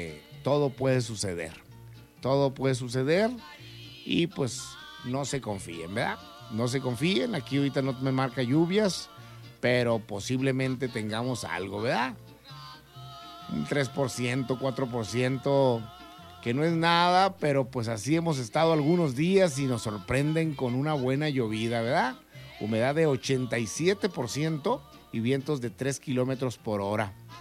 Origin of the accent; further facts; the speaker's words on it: Sonora, Mexico; moved away as an adult; now in Nogales, Mexico; Yo la verdad en lo particular vengo de tierra caliente, del Valle del Mayo.